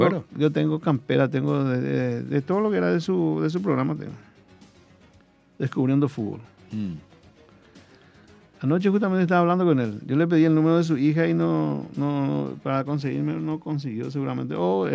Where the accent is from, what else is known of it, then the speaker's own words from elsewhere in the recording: Paraguay; yo soy paraguayo